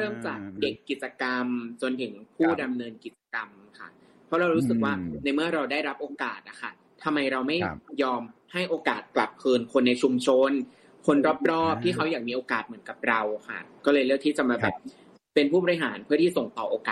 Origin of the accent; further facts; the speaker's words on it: Phayao, Thailand